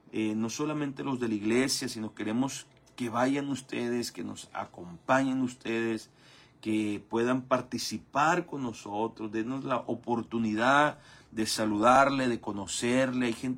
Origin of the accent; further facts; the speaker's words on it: Mexico; así somos los mexicanos